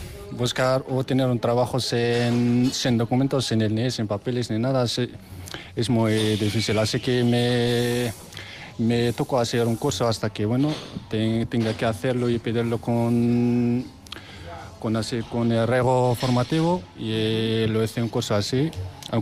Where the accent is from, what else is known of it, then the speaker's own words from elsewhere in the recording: Morocco; Spanish is a second language; moved away as an adult; now in Spain; soy marroquí y bueno … soy marroquí